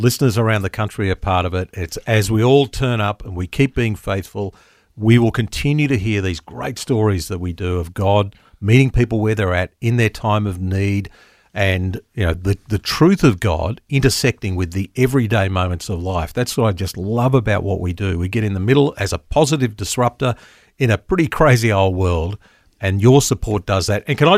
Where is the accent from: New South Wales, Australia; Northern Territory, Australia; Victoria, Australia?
New South Wales, Australia; born there; I mean, I got to say, I was born in New South Wales, but I go for Queensland.